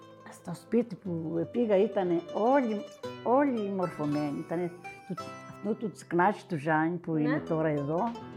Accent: Vorizia, Crete, Greece; Εγώ ήμουν και από τα Βορίζα, δεν ήξερα και πολλά.

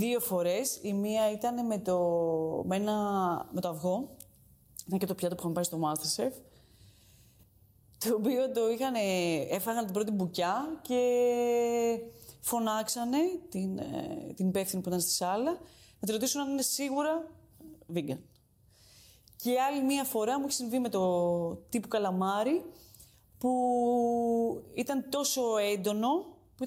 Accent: Greece; also born or lived in Italy; ελληνική κουζίνα είναι ο τόπος μου, είναι η γεύση μου. Δεν μπορεί να φύγει ποτέ αυτό από πάνω μου, έτσι μεγάλωσα.

